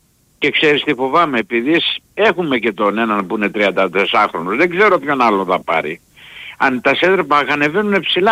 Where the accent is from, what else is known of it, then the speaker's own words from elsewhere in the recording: Heraklion, Crete, Greece; από Ηράκλειο.